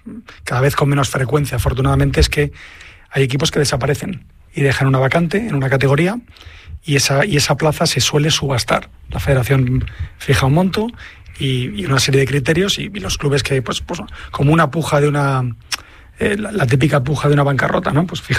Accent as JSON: {"language": "Spanish", "town": "Madrid", "region": "Community of Madrid", "country": "Spain", "said": "Yo soy de Madrid, pero mi padre era de Badajoz."}